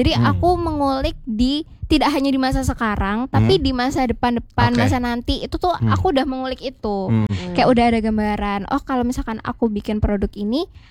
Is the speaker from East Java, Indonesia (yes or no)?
yes; Surabaya, East Java, Indonesia; Surabaya asli. Surabaya dong, dari lahir.